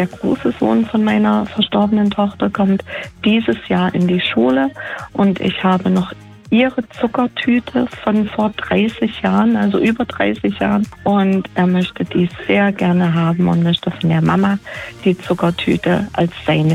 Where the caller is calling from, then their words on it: Pößneck, Thuringia, Germany; ich komme aus Pößneck